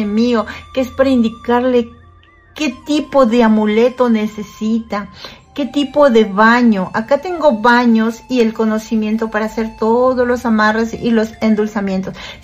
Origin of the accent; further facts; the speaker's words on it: Ecuador; moved away; en mi país, el Ecuador, porque soy ecuatoriana, ¿no? Soy ecuatoriana, he recorrido y recorro muchos países de Latinoamérica, Centroamérica y acá en Europa.